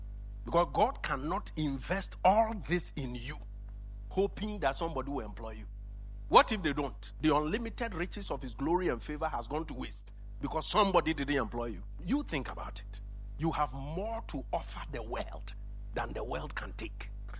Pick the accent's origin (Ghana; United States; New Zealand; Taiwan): Ghana; I said, I'm born and bred in Ghana.